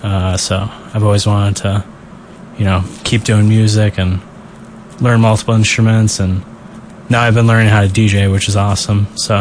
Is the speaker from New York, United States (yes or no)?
no; Illinois, United States; now in Crested Butte, United States; I came from Chicago suburbs.